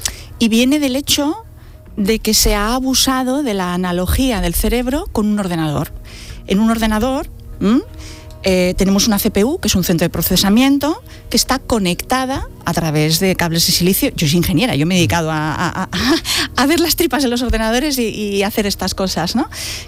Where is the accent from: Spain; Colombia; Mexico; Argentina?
Spain; Barcelona, Catalonia